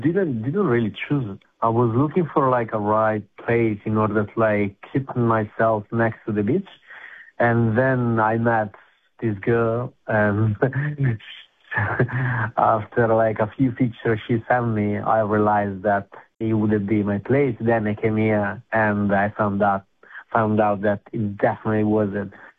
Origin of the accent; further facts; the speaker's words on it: Milan, Lombardy, Italy; moved away as an adult; now in Coral Bay, Australia; I grew up in Milan